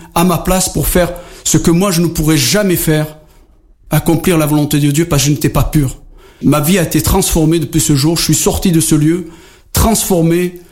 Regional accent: Algeria; je suis toujours un arabe, j'aime toujours mes compatriotes et que je suis algérien et que je le resterai jusqu'à la fin de mes jours et j'en suis fier.

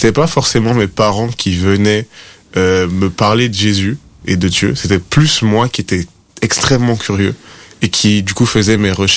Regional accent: Guadeloupe; born there; je suis né dans les Dom-Toms sur l'île de la Guadeloupe en 2005. Et du coup, j'ai grandi dans une famille où mon père, il était haïtien, qui est aussi une île dans les Caraïbes, et ma mère était guadeloupéenne.

